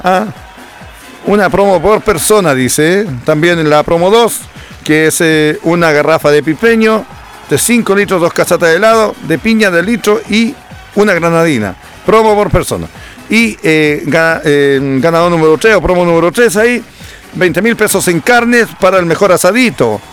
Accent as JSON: {"language": "Spanish", "country": "Chile", "said": "somos chilenos y además estamos en el mes de la patria"}